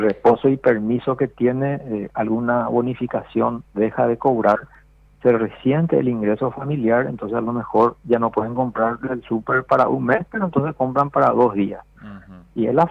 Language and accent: Spanish; Paraguay; me anoto como paraguayo, como profesional